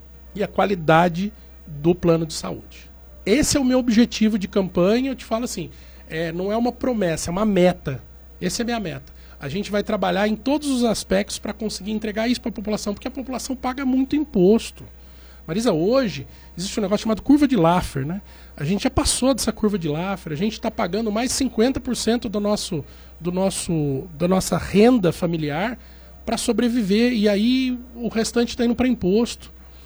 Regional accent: Pindamonhangaba, São Paulo, Brazil; sou filho de Pindamonhangaba. Para quem não sabe, por parte de pai eu sou de Curuputuba, por parte de mãe eu sou ali do Aras Paulista. Estou aí na cidade há muito tempo

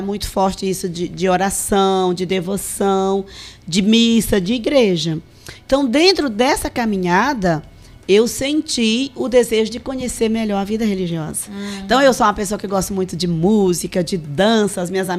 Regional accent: Piauí, Brazil; now in Itapetininga, Brazil; eu sou do Piauí.

